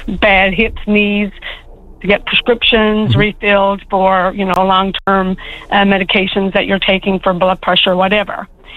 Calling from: Fortune, Newfoundland and Labrador, Canada; I'm calling from the Burn Peninsula, from Fortune, actually.

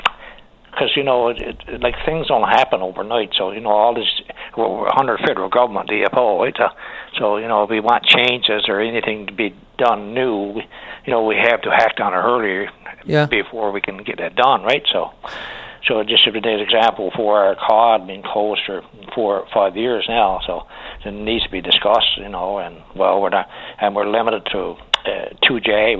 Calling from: Newfoundland and Labrador, Canada

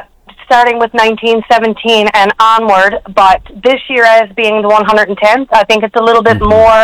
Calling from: Windsor, Ontario, Canada; I'm calling from the Royal Canadian Legion Branch 12 in Granville, Windsor.

